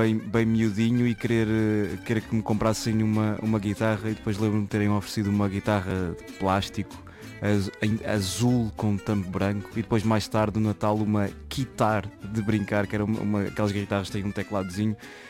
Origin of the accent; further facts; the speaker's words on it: Pico, Azores, Portugal; born there; Nasci no Pico.